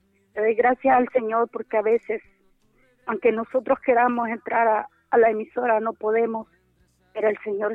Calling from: Cofradía, Francisco Morazán, Honduras; Lo llamo de Cofradía Carretera Vieja Olancho.

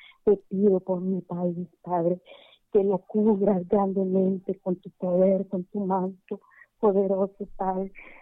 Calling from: Olancho, Honduras; De Limón de Pavor, Olancho

